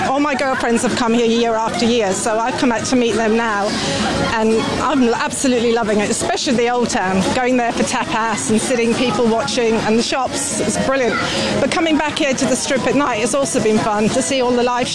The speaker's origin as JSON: {"language": "English", "region": "East Midlands", "country": "United Kingdom", "said": "I'm from Northamptonshire."}